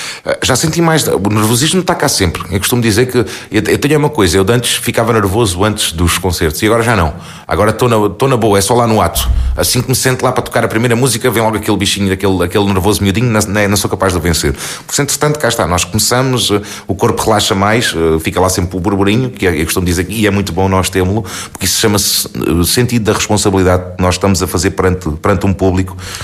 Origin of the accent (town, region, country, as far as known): Campo Maior, Alentejo, Portugal; born or raised there